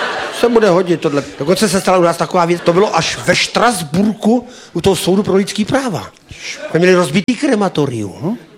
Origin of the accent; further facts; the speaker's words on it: Osek, Ústí nad Labem Region, Czechia; U nás v Oseku, já jsem z Oseka